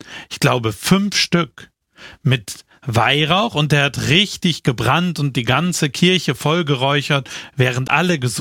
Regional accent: Germany; moved away; ich komme gebürtig aus Deutschland

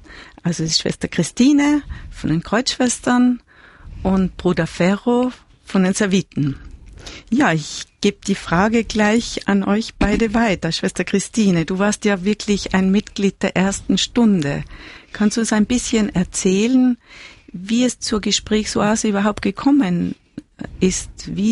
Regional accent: Tyrol, Austria; moved away; Ich stamme aus Tirol und bin jetzt seit 4 Jahren wieder hier in Tirol.

